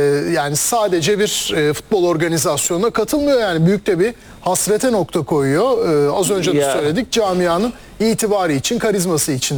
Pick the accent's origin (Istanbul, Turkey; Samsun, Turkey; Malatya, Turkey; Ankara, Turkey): Istanbul, Turkey; Kadıköy; Hayır, Kadıköylüyüz yani doğma büyüme netice itibariyle.